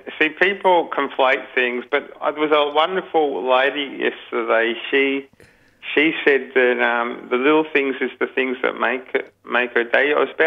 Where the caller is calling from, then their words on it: Sunshine, Victoria, Australia; I'm inside in Sunshine.